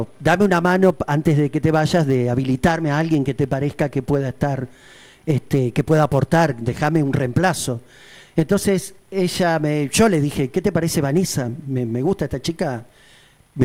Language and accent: Spanish; Rosario, Santa Fe, Argentina; vengo de Rosario y amo mi ciudad.